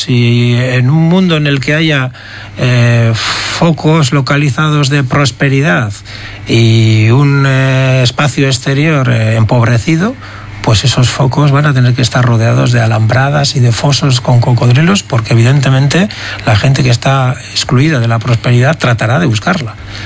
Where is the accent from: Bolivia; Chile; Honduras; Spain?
Spain; Basque Country